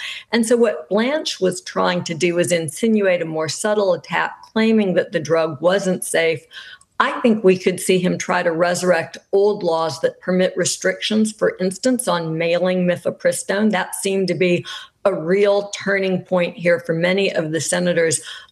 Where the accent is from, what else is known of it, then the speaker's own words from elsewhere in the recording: Alabama, United States; Katie Britt, my home state senator from Alabama